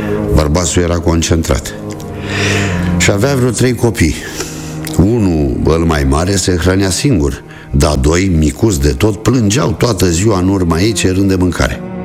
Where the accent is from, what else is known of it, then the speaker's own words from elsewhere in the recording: Moldova; aveam 9 ani, așa că mi-l aduc aminte, binișor. … din Vărati Grâșcani